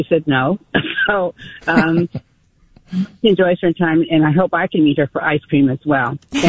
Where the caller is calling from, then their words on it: Piedmont, California, United States; Lois, I'm from Piedmont.